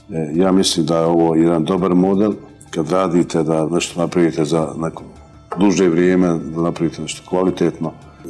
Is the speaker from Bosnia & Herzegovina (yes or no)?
yes; Livno, Canton 10, Bosnia & Herzegovina; obišao sam ne zato što ja dolazim iz Livna